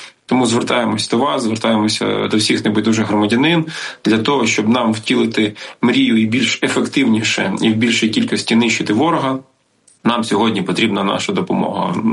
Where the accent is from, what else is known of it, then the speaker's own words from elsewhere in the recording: Boryspil, Kyiv Oblast, Ukraine; моє рідне місто Бориспіль, в якому я народився, в якому я провів кращі роки життя.